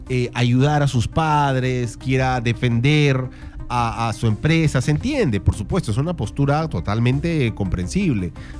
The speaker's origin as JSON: {"language": "Spanish", "country": "Peru"}